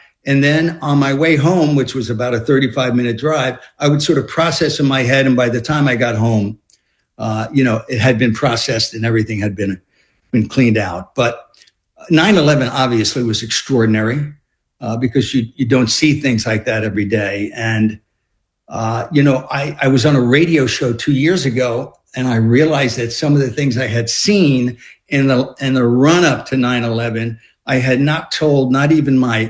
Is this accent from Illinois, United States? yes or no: no; New York, United States; I grew up in New York, so I remember seeing the towers going up when I was in high school.